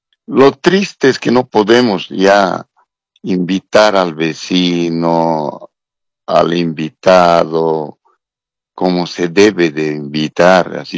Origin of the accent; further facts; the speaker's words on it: Bolivia; Y bueno, yo, como todo boliviano, tenemos que cumplir, ¿no?, lo que manda la justicia